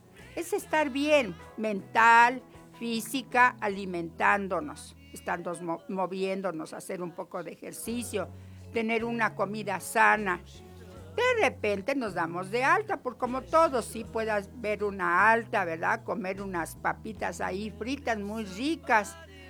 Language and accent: Spanish; Oaxaca, Mexico; Recuerde, vengo de la ciudad de Oaxaca, no vivo en la ciudad de Tlaxiaco, vengo de Oaxaca.